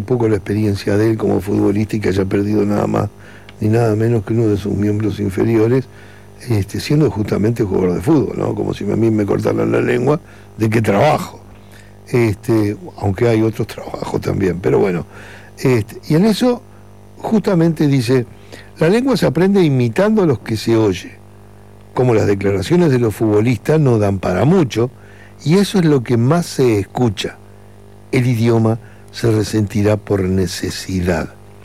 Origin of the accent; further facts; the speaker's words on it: Uruguay; born there; yo nací en un país del primer mundo